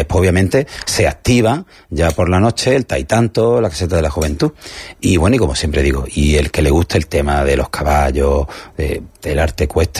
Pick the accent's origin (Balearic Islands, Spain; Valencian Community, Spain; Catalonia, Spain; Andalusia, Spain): Andalusia, Spain